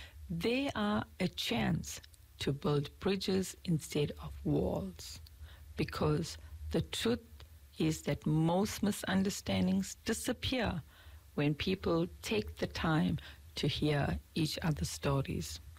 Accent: South Africa; moved away as an adult; now in New Zealand; I come from South Africa. So I grew up during apartheid South Africa.

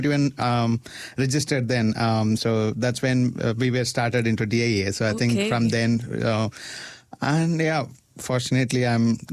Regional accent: Hosur, Tamil Nadu, India; now in Dunedin, New Zealand; I'm back from Hosur, which is next to Bangalore. That's why I mostly say, like, I don't really want to convince people where is Hosur. So I just say Bangalore.

